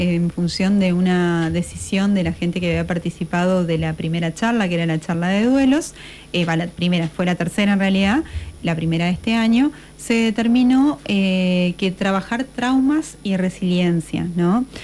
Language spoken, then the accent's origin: Spanish; Argentina; nosotros como argentinos